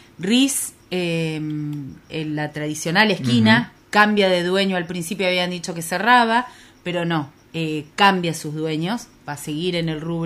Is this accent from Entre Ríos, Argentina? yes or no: yes; Concepción del Uruguay, Entre Ríos, Argentina; nosotros no somos, Concepción del Uruguay, no somos una ciudad turística de verano, por ahí es más estudiantil y universitaria